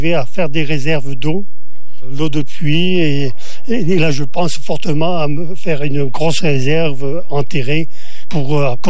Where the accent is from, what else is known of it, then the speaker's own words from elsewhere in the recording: Hauts-de-France, France; moved away; Bon, moi, je suis d'origine du Pas-de-Calais. Et la culture, elle n'est pas faite pareil. Mais j'ai appris à cultiver ici.